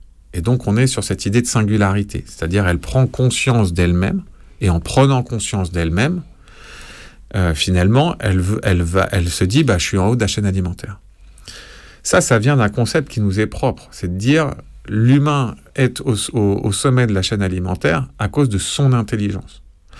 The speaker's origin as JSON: {"language": "French", "country": "France"}